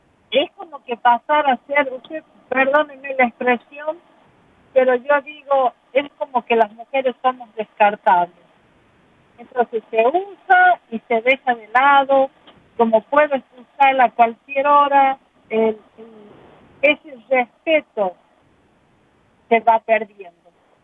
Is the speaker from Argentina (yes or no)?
yes; Argentina; Bueno, nosotros en Argentina, yo soy de Argentina